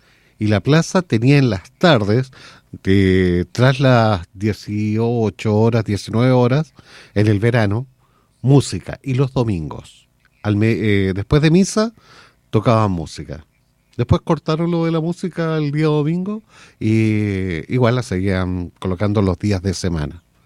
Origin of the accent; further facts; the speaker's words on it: Limache, Valparaíso, Chile; yo me crié en Limache